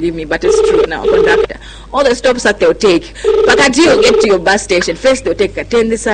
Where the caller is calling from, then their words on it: Zambia; I'm calling from Winvic, Zambia.